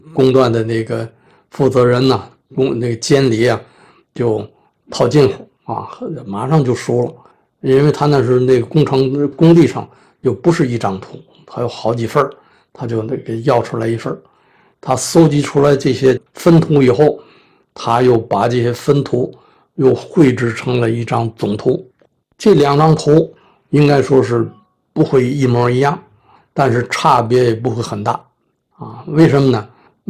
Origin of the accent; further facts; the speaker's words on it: Tianjin, China; 他知道我是天津人呢